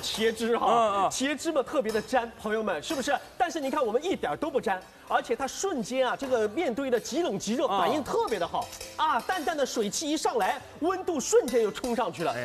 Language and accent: Chinese; Shanghai, China; 在弄堂长大，